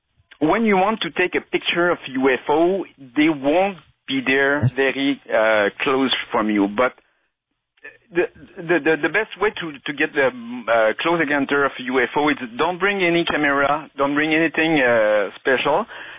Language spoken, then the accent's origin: English; Quebec, Canada; accent: French; English is a second language; For my French accent. I'm from Quebec.